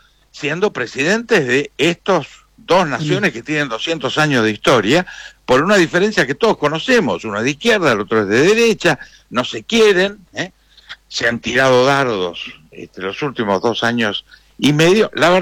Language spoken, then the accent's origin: Spanish; Argentina; yo soy argentino